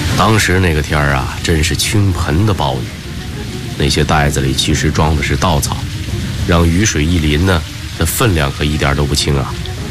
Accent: northern China, China; moved away as an adult; also born or lived in Wenzhou; 我是北方平原长大，到温州当了兵以后

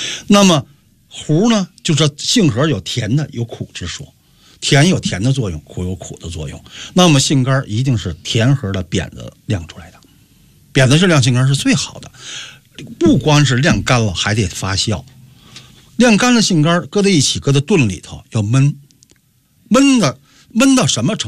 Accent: Beijing, China; 而且我是在怀柔大山里长大的，每年都要晾杏干。

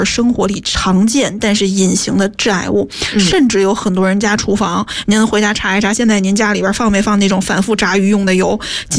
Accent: Beijing, China; 所以作为一个北方人，

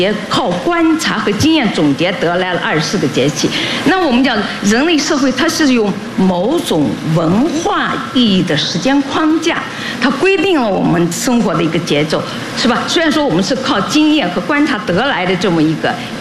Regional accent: China; 在我们中国人的认识中

